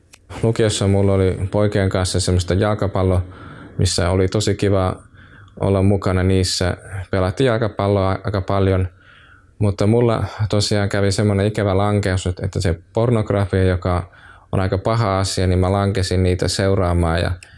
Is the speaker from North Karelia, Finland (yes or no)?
no; Heinola, Päijät-Häme, Finland; now in Helsinki, Finland; Mä oon Heinolasta kotoisin ja siellä mulla on vanhemmat, asuttiin pitkän aikaa siellä Heinolassa